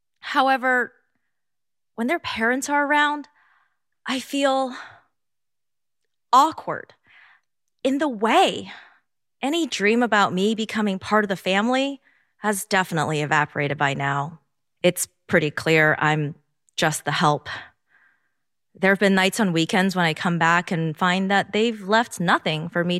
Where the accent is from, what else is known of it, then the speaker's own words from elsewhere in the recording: Hong Kong; also born or lived in Edmonton, Canada; now in Doylestown, United States; I use she, her pronouns. I was born in Edmonton, Canada. I grew up in Hong Kong. And now I am very happy to call Doylestown, Pennsylvania, my home.